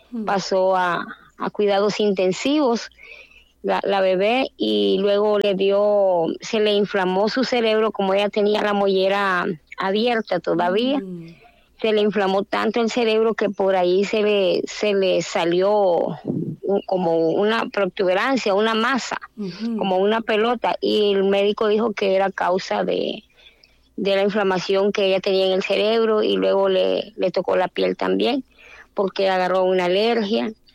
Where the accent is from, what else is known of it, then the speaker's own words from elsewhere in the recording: Nicaragua; also born or lived in Managua; Soy nicaragüense.